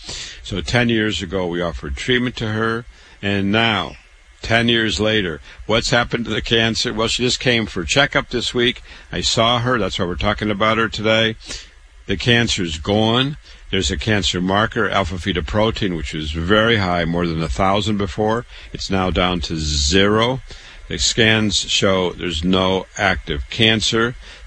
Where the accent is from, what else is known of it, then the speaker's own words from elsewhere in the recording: Waterloo, Iowa, United States; I want to tell you a little bit about myself. I was born in Waterloo, Iowa. I was born and raised there.